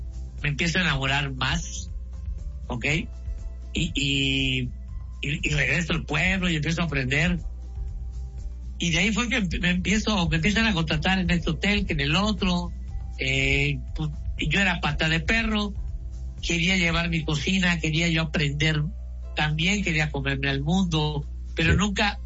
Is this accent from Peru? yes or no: no; Mexico